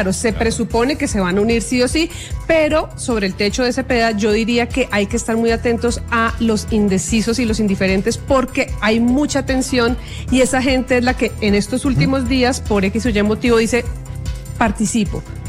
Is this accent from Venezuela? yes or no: no; Colombia